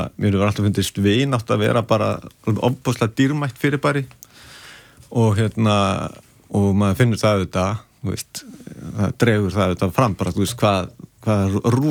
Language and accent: Icelandic; Garðabær, Capital Region, Iceland; also born or lived in Breiðholt, Reykjavík; Jú, ég er alinu upp í Garðabæ, hérna, flutti 2 ára gamall úr Breiðholtinu, og í Garðabæin